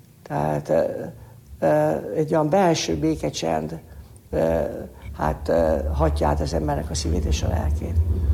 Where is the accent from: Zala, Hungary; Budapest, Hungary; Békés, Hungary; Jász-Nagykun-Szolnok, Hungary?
Budapest, Hungary; én a Angyalföldön a Kármen mellett nőttem föl, Szent László templomba jártam, mert az volt a plébánia